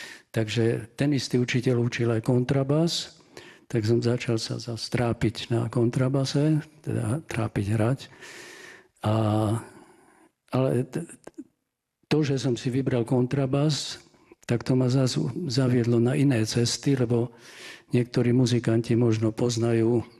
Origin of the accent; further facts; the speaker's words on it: Košice, Košice Region, Slovakia; Vyrastal som v Košiciach